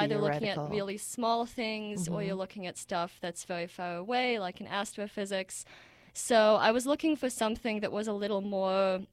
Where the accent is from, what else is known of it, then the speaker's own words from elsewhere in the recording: Switzerland; now in California, United States; growing up in Switzerland, I never really thought about it because I kind of took it for granted.